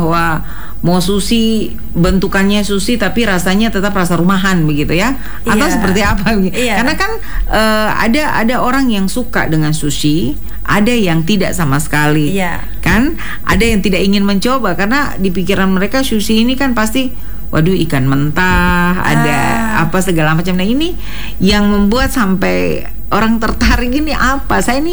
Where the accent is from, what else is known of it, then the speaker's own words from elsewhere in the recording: Papua, Indonesia; kita orang Papua kalau pergi ke Jawa